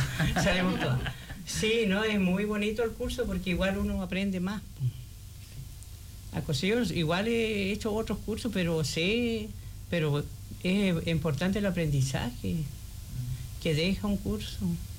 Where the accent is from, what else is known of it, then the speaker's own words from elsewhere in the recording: Chiloé, Los Lagos, Chile; moved away; yo también soy de Chiloé